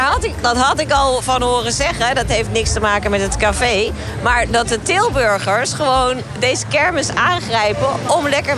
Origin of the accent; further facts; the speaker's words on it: Haarlem, North Holland, Netherlands; ik kom uit Haarlem.